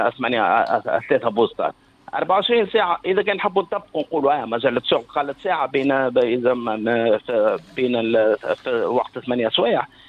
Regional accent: Tunisia; احنا عندنا في تونس

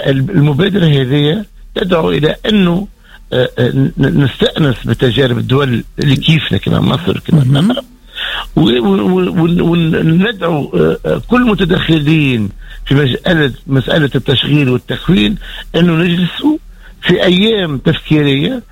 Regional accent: Tunisia; عندنا في تونس

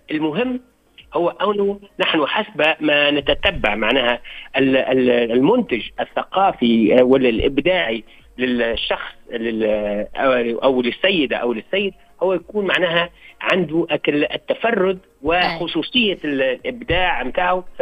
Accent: Tunisia

